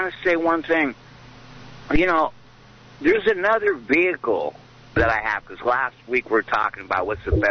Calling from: Santa Cruz, California, United States; Santa Cruz.

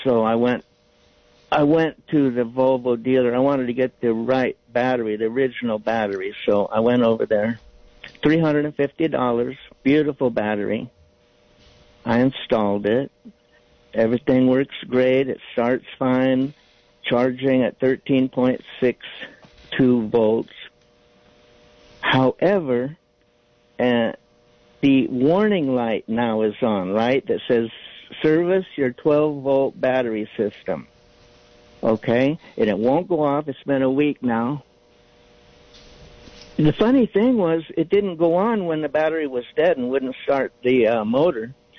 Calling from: Las Lomas, California, United States

